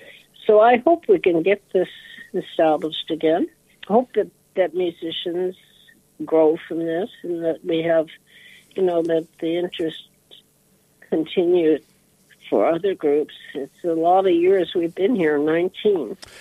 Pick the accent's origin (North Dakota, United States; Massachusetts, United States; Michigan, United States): North Dakota, United States; Minot; born there; moved away